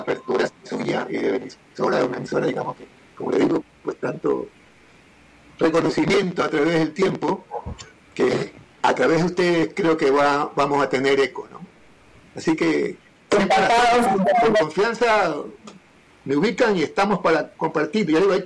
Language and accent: Spanish; Guayaquil, Guayas, Ecuador; como ciudadano, como guayaquileño